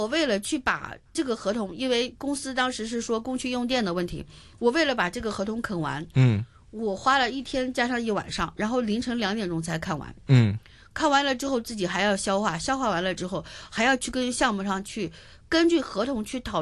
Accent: China; moved away as an adult; now in Hong Kong; 虽然说我一个内地人来了

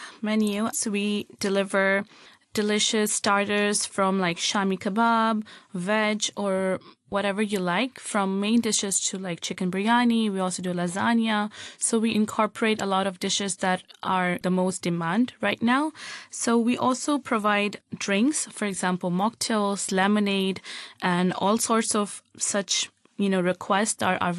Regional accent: Hong Kong; I'm the founder of, I was born and raised in Hong Kong as part of the ethnic minority group.

